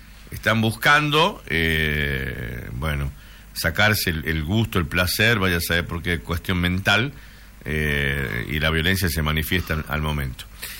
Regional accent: Campo Santo, Salta, Argentina; mi pueblo, de Camposanto

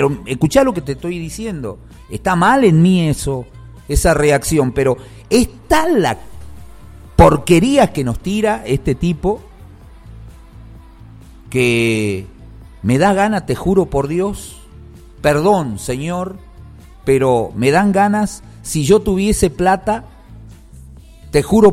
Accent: Argentina

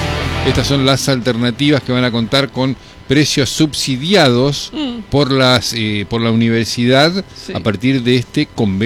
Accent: Argentina; Pero somos felices los argentinos igual

